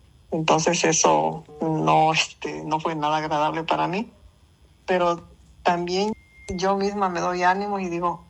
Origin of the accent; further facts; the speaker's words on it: Pinotepa Nacional, Oaxaca, Mexico; yo estudié en la ciudad de Pinotepa, yo vivo en el Cirilo, no me casé para acá, pero yo de niña estudié ahí en Pino.